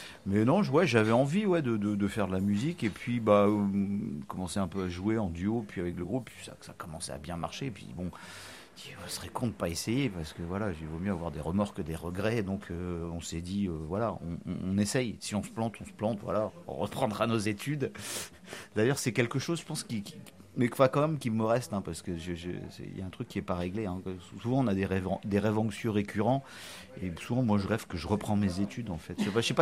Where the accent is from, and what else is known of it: Brest, Brittany, France; born or raised there; also born or lived in Plougastel / Quimper